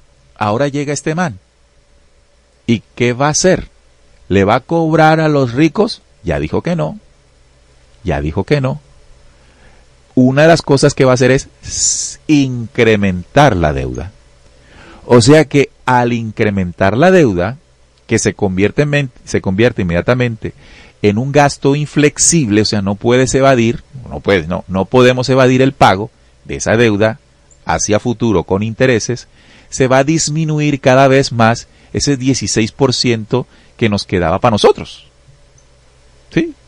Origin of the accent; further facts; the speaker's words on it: Colombia; hay unas cifras que tenemos que entender como colombianos